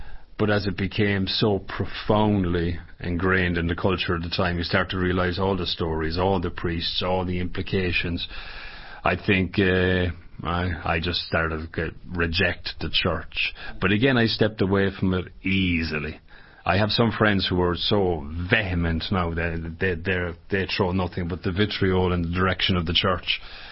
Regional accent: Ireland; Okay, I grew up in Ireland. I was born in the 70s. I grew up in the 80s.

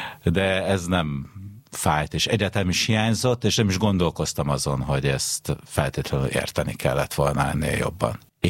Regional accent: Budapest, Hungary; 1977. december 4-én születtem Budapesten.

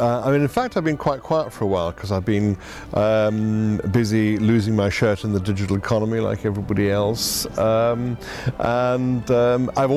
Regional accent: United Kingdom; I'm British

